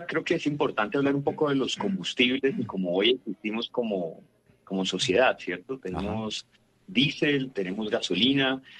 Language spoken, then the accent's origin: Spanish; Colombia